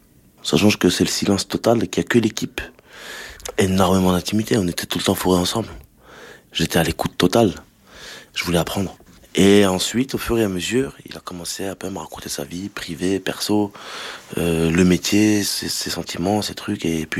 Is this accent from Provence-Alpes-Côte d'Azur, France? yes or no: no; Sélestat, Grand Est, France; Même dans ma ville d'origine, parce que moi je viens d'Alsace